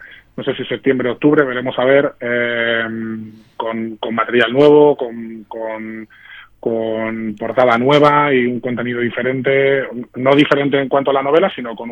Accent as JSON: {"language": "Spanish", "town": "Fuenlabrada", "region": "Community of Madrid", "country": "Spain", "said": "y yo también soy de Fuenla, soy fuenlabreño"}